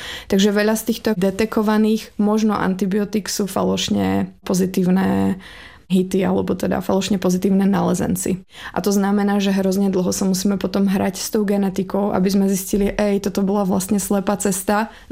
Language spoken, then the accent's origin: Slovak; Slovakia; moved away as an adult; K tomuto by som začala tým, že ja pochádzam zo severného Slovenska, takže ja som vlastne až do 18 rokov mrzla